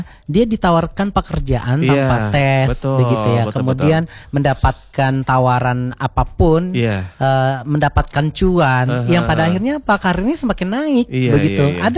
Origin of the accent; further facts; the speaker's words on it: Palembang, South Sumatra, Indonesia; Salmarang kita kan dari Palembang, dari Sumatera Selatan. Akhirnya bisa ke internasional juga bawa nama Indonesia, mewakili Sumatera Selatan juga gitu kan.